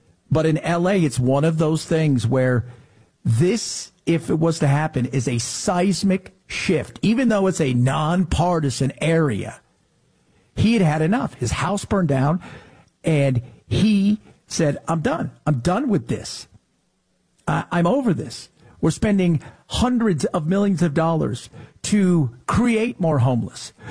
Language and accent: English; Los Angeles, California, United States; We move from there to L.A., Los Angeles, California. So, look, I grew up in Los Angeles. Growing up in Southern California, California in general